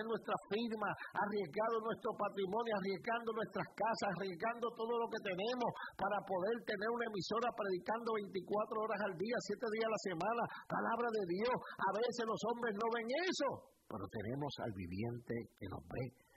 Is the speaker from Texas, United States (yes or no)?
yes; Texas, United States; Yo vengo de Texas y yo me siento tan feliz porque no estamos procurando que la gente vea lo que estamos haciendo en Texas.